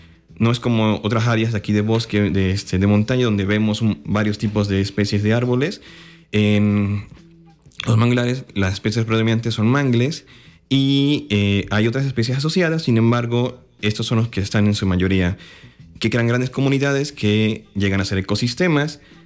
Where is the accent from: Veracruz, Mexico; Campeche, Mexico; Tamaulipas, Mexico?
Veracruz, Mexico; Alvarado; soy de Alvarado